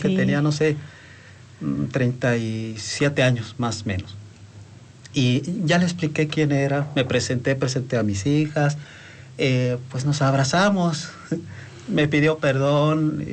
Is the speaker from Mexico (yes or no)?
yes; Ciudad Valles, San Luis Potosí, Mexico; Yo soy de la Huasteca Potosina, de Ciudad Valles, San Luis Potosí.